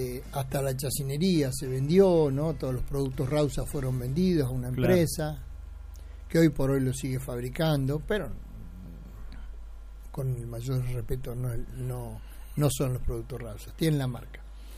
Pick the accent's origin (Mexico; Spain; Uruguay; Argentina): Uruguay; Soy uruguayo.